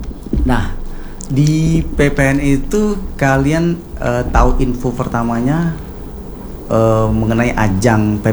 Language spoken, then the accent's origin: Indonesian; Palembang, South Sumatra, Indonesia; kita kan orang Sumsel, orang Palembang.